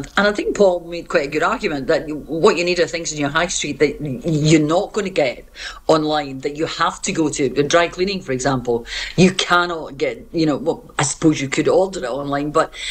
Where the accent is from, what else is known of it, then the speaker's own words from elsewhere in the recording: Scotland, United Kingdom; now in Edinburgh, United Kingdom; being a Scot